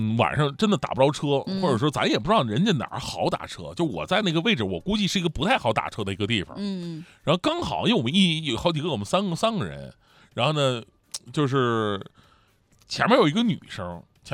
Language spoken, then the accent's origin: Chinese; Northeast China, China; 因为我是东北人